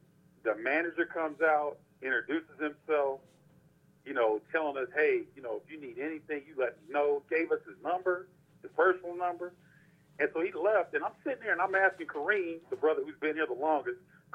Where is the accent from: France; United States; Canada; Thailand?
United States; moved away as an adult; now in Mexico; because we come from America with American dollars.